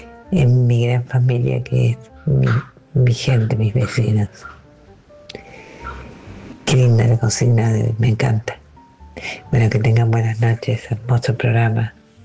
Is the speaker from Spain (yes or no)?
no; Argentina; de Drogué y por la consigna, bueno, mi cordón umbilical midió 150 metros. La única vez que me fui de la casa donde me crié, viví acá a la vuelta y ahora volví y acá estoy. Acá me crié, acá crié a mi hija y bueno, y acá seguimos.